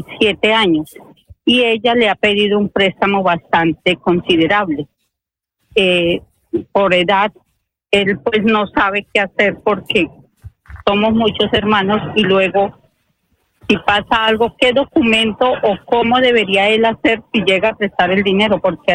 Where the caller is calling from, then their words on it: Madrid, Community of Madrid, Spain; le llamo de Madrid.